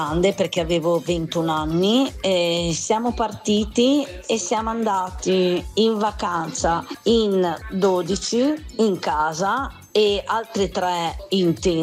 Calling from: Genoa, Liguria, Italy; da Genova.

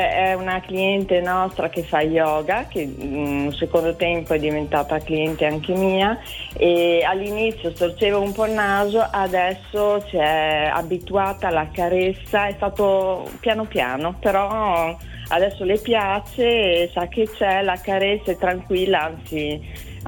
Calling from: Imola, Emilia-Romagna, Italy; Da Imola.

